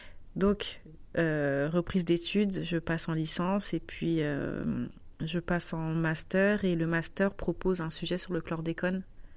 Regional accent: Saint-Ouen, Île-de-France, France; J'ai grandi dans 93 à Saint-Ouen.

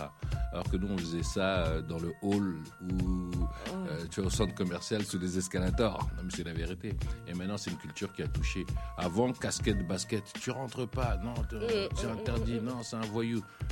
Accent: Sarcelles, Île-de-France, France; j'ai grandi en même temps à Sarcelles, en 95.

